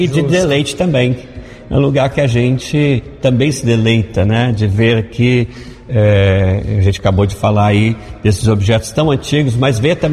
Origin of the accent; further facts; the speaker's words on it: Vila Velha, Espírito Santo, Brazil; born there; moved away; lá de Vila Velha, minha terra